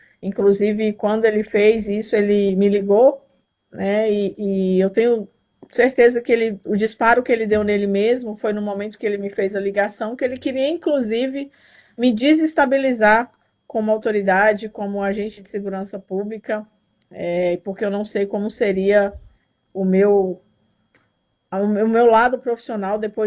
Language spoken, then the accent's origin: Portuguese; Teófilo Otoni, Minas Gerais, Brazil; moved away as an adult; also born or lived in Belo Horizonte, Minas Gerais; now in Pará, Brazil; eu sou mineira, estou aqui no estado do Pará, mas sou natural de Teoflotone, Minas Gerais, e vivi 20 anos aí em Belo Horizonte.